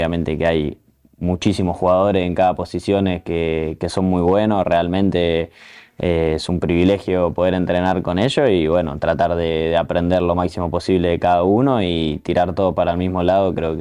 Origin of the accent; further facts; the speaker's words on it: Argentina; moved away as an adult; now in Seville, Spain; uno como argentino